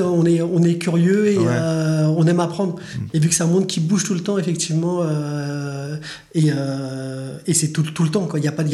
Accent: Saint-Denis, Île-de-France, France; born there; moved away as an adult; J'ai toujours dit à ma mère que j'étais pas né au bon endroit. pour un ordre d'idée, moi je suis né en Île-de-France dans le 93 à Saint-Denis.

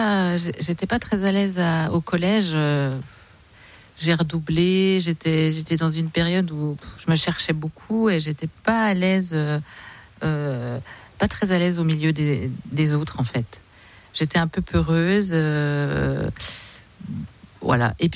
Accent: Pontarlier, Bourgogne-Franche-Comté, France; Non, je suis originaire de Pontarlier, alors c'est pas très loin, mais je suis née à Pontarlier.

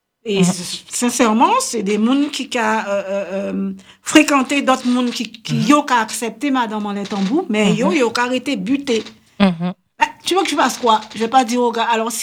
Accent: Guadeloupe; moved away; J'étais en vacances chez moi en Guadeloupe, hein.

